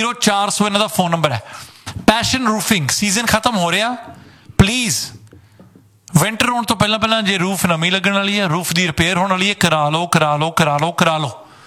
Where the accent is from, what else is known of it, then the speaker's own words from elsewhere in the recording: Ludhiana, Punjab, India; moved away; ਅਸੀਂ ਵੀ ਲੁਧਿਆਣੇ ਤੋਂ ਹੀ ਆ।